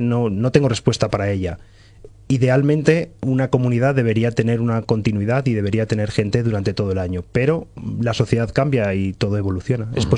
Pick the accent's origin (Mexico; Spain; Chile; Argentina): Spain; mi pueblo, en los años 90 se cerró la escuela. Yo fui uno de esos últimos chavales que fueron a la escuela en Babón